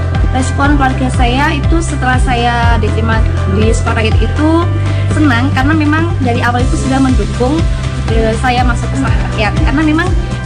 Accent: Pacitan, East Java, Indonesia; Saya dari Kabupaten Pacitan, Kecamatan Arjosari.

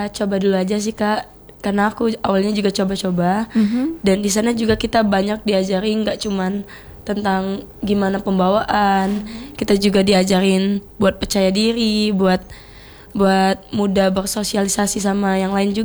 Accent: South Sumatra, Indonesia; nunjukinnya kalau kami dari Sumsel nih gitu.

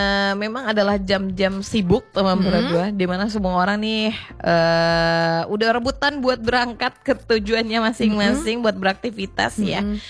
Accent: Pekanbaru, Riau, Indonesia; aku sebagai warga Kulim

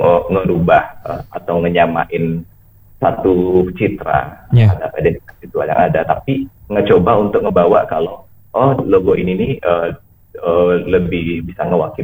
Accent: West Sumatra, Indonesia; dari kedaerahan atau dari asal-masal saya sebagai orang Minang

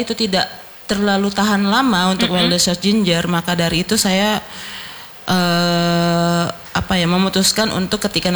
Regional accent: South Sulawesi, Indonesia; Aku orang Bugis.

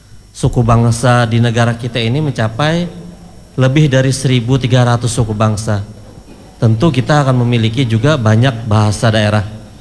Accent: South Kalimantan, Indonesia; di daerah saya di Kalimantan Selatan

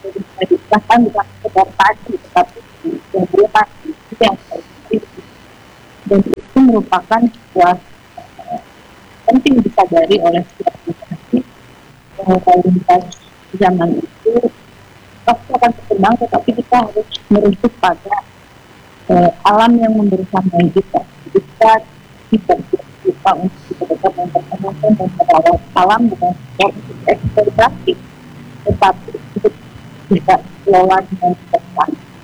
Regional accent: West Java, Indonesia; kita sebagai Sunda.

